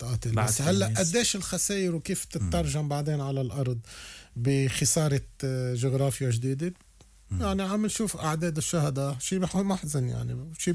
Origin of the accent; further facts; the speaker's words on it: Lebanon; نحن كلبنانيين